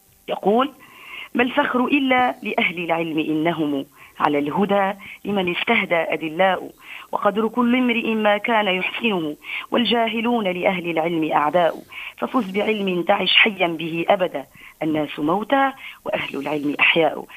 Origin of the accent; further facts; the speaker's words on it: Tunisia; بلادنا تونس